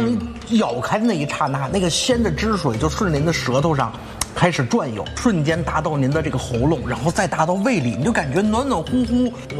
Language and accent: Chinese; Northeast China, China; 我们东北